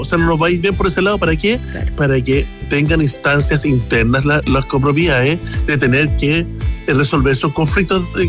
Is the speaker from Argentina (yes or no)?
no; Chile; nosotros como chilenos, y me voy a incluir